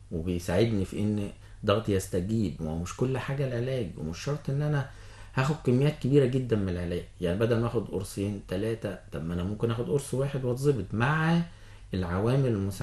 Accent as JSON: {"language": "Arabic", "country": "Egypt", "said": "احنا زمان كانت الصورة عندنا في مصر مختلفة عن بره"}